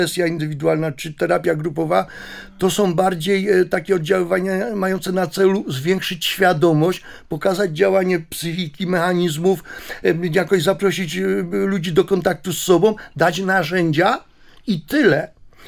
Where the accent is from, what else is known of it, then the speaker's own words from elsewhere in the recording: Lesser Poland, Poland; Ja pochodzę z takiej małej wioski na Podhalu, w okolicach Nowego Targu.